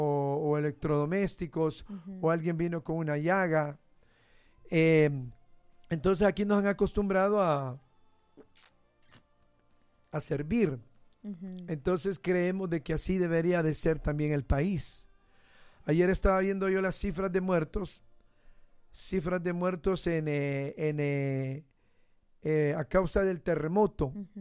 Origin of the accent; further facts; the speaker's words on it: Honduras; siendo yo un hondureño